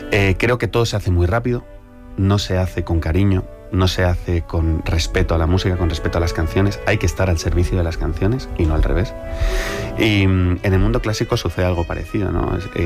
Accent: Italy; que me voy hacia el italiano, porque también soy italiano

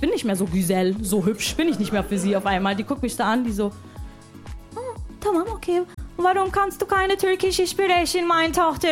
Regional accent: Lebanon; Ich so, ja, Tante, ich bin Libanesin.

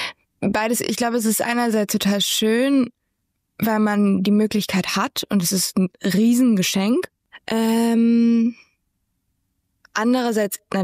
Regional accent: Germany; okay, ich bin aus Deutschland, woher kennst du mich?

